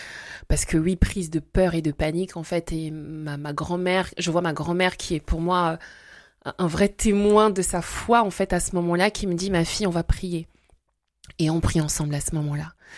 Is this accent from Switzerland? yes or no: no; Brazzaville, Republic of the Congo; born or raised there; also born or lived in Belgium